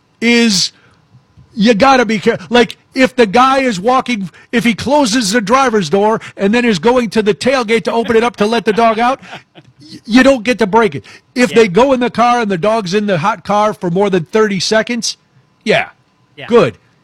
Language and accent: English; Illinois, United States; Yeah, see, growing up in Illinois, I took all my tests.